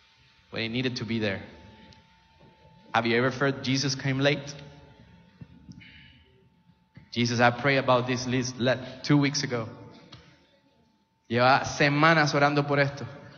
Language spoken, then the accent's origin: Spanish; Puerto Rico; Mi esposa es de Venezuela, yo soy de Puerto Rico.